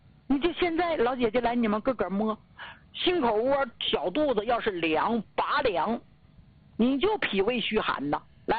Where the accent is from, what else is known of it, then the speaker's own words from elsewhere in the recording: Jilin, China; accent: Northeastern; 咱们吉林这块吧，我是老家乡了，土生土长的，跟咱们家乡人唠嗑吧，就特意用这个口音，一听东北口音非常浓